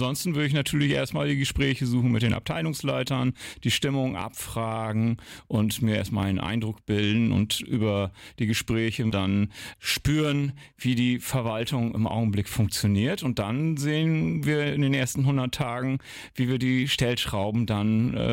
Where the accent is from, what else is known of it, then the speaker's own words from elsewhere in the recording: Wittmund, Lower Saxony, Germany; gebürtiger Wittmunder, bin viele Jahre ehrenamtlich in der Stadt Wittmund aktiv